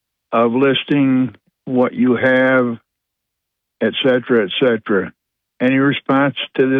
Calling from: Tioga County, New York, United States; from Tioga County.

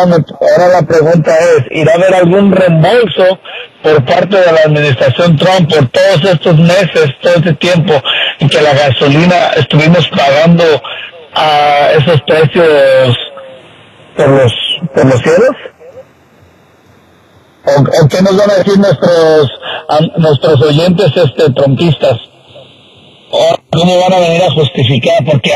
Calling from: Sacramento, California, United States; aquí de Sacramento.

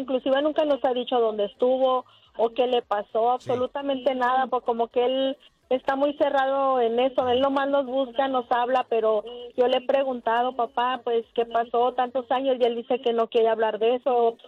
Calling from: Chihuahua, Mexico; yo soy del estado de Chihuahua

